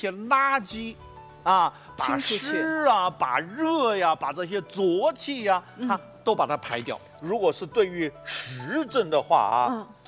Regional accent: Hubei, China; moved away; 你看到我这次我回湖北竹溪啊，我竹溪不是我的老家，我说湖北是我老家，我到竹溪去。

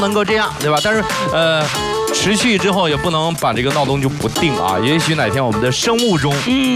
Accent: Panshi, Jilin, China; moved away; 我老家来人了，我是吉林磐石

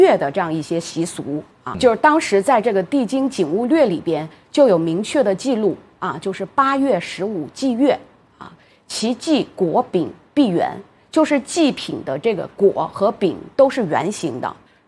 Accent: China

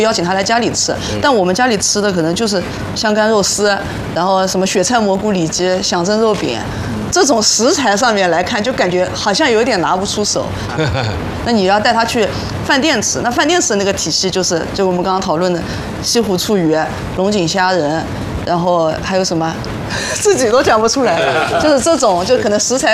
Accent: Hangzhou, Zhejiang, China; 我们杭州人也有一定的责任

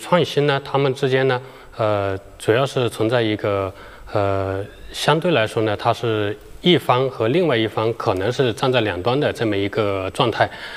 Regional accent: China

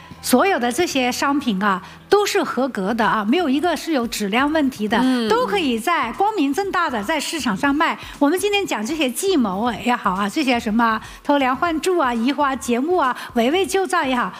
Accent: China

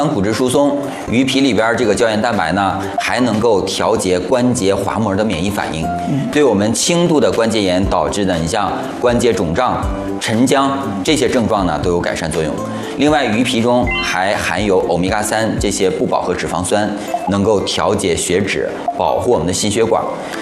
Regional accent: Northeast China, China; 因为我是东北人，我们小时候也吃

